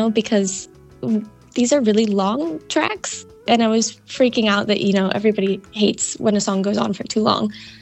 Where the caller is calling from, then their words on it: Denmark; I'm calling you today from Denmark, ooh, which is where I live.